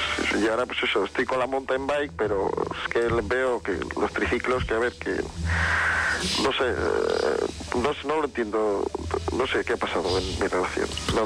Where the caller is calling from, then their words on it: Peñíscola, Valencian Community, Spain; De Peñíscola, de Castellón.